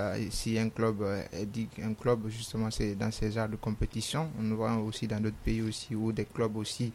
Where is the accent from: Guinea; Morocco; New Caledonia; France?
Guinea